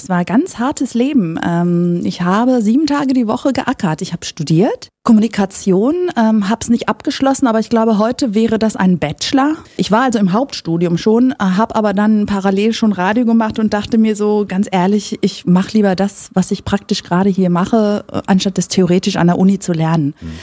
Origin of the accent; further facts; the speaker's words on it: North Rhine-Westphalia, Germany; born there; Das stimmt, ich bin tatsächlich in Nordrhein-Westfalen geboren und nicht in Griechenland.